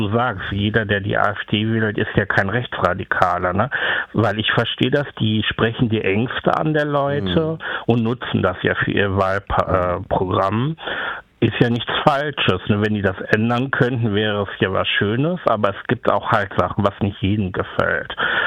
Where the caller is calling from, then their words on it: Gelsenkirchen, North Rhine-Westphalia, Germany; ich komme ja zum Beispiel aus Gelsenkirchen.